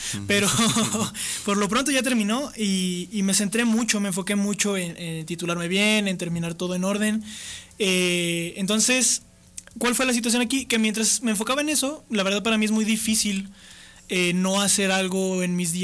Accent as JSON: {"language": "Spanish", "town": "Fresnillo", "region": "Zacatecas", "country": "Mexico", "moved": "as an adult", "said": "yo soy de Fresnillo, Zacatecas, entonces soy foráneo"}